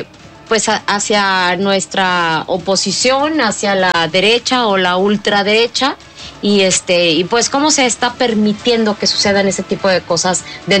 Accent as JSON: {"language": "Spanish", "country": "Mexico", "said": "no de partido político, sino como mexicanas y mexicanos, es apoyar y defender también junto con ella esta soberanía"}